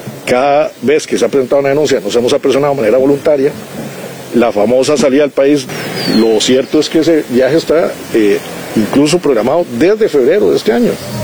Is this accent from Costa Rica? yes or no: yes; Costa Rica